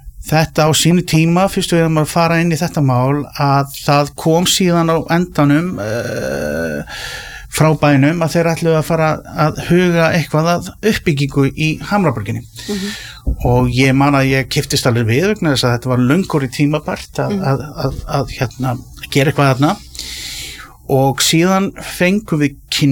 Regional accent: Kópavogur, Capital Region, Iceland; ég er Kópavogsbúi og hérna var í MK á sinni tíma

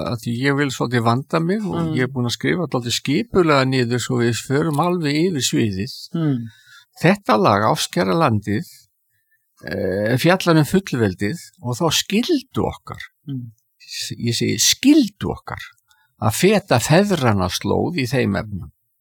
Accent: Reykjavík, Capital Region, Iceland; Já, og ég bara nágrunni mínar æsku slóði. Já. Ég alinn upp í Skaftahlíðinni sem mitt á milli þessa gamla framvallar og valsvallarins undir æsku hlíðinni.

